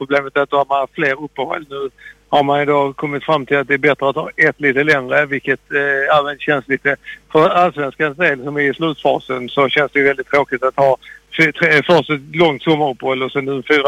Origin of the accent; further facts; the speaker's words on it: Sweden; som svensk